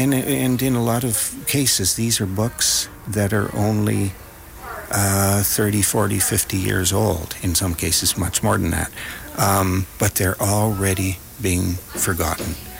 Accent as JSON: {"language": "English", "town": "Edmonton", "region": "Alberta", "country": "Canada", "tie": "born there", "also_born_or_lived": "Toronto", "said": "I went to the University of Alberta in Edmonton, and have lived and traveled elsewhere, but as I said, this is home base."}